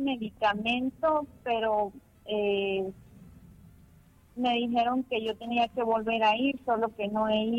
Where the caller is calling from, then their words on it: Huehuetenango, Guatemala; De aquí, de la zona 11.